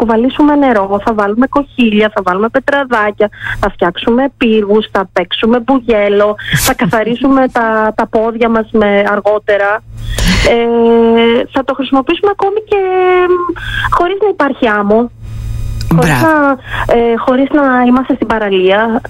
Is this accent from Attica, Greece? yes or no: no; Iraklitsa, Eastern Macedonia and Thrace, Greece; στο πατρικό μου, στη πατρίδα μου, στην Ερακλήτσα Καβάλας.